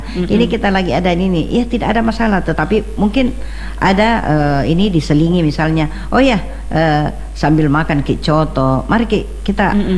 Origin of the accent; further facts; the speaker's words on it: South Sulawesi, Indonesia; accent: Makassar; Padahal kita juga punya logat seperti ini. Saya kan